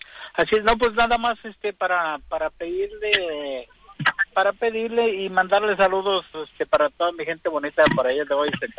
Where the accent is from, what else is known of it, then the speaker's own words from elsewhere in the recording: San José Agua del Espino, Oaxaca, Mexico; moved away; Yo soy de originario de San José Agua del Espino, pertenezco al distrito de Jutla.